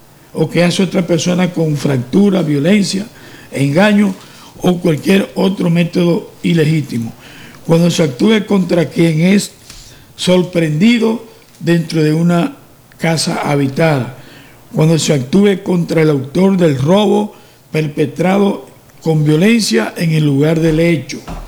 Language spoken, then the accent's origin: Spanish; Dominican Republic